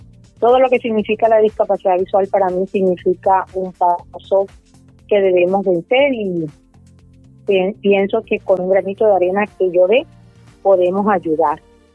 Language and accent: Spanish; Valledupar, Cesar, Colombia; also born or lived in Sogamoso, Boyacá; una ciudad fría, pero hermosa, del departamento de Boyacá, Sogamoso, principalmente es mi tierra de nacimiento, pero muy pequeña me llevaron mis padres, me trajeron para Valledupar Cesar, tierra que ustedes conocen, de acordeones, de música, de cultura vallenata, de amor, de comidas deliciosas.